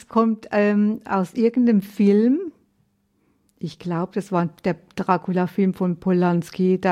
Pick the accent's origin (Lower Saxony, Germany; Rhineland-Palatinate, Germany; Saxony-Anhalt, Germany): Rhineland-Palatinate, Germany; Hat ein bisschen was Pfälzisches. Ich bin ja auch Pfälzerin.